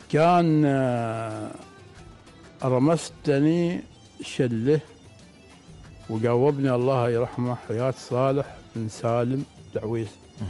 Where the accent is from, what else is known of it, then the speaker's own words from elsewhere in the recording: Al Batinah, Oman; نحن معانا في الباطن ما نسوي الصباح